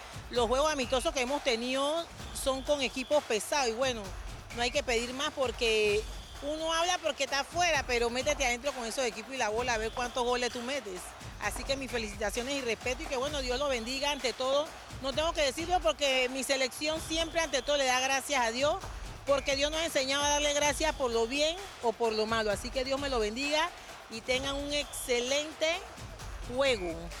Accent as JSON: {"language": "Spanish", "country": "Panama", "said": "Bueno, soy panameña y me toca decir"}